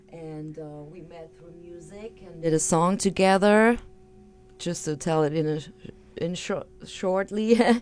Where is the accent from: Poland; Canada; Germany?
Germany; accent: German; English is a second language; moved away as an adult; now in United States; I'm from Germany. I came here over 3 years ago, so you know right away where my accent is or what it is, kind of.